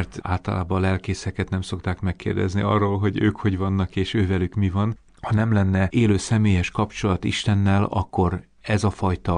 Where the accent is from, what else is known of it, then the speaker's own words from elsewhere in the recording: Békéscsaba, Békés, Hungary; Én Békés Csabán születtem, ott nőttem föl. Az egy ilyen szlovák karakterű kultúra.